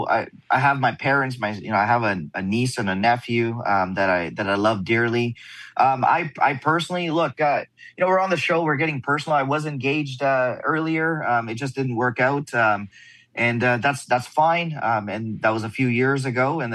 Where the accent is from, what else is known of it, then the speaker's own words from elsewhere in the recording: Canada; we're two guys from Canada out in, out in the US.